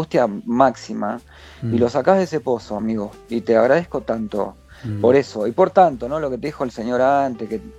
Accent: Quilmes, Buenos Aires Province, Argentina; born there; now in Olavarría, Argentina; yo no soy de acá, yo nací en Quilmes.

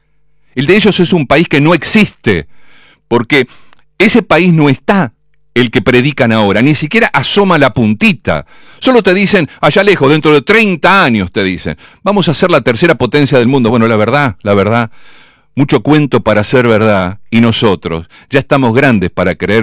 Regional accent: Argentina; yo soy un argentino más

